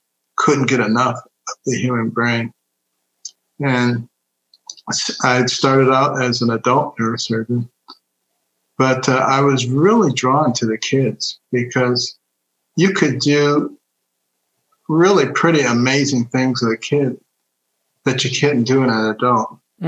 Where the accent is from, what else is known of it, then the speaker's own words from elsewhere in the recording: Detroit, Michigan, United States; also born or lived in Boston, United States; I grew up in Detroit.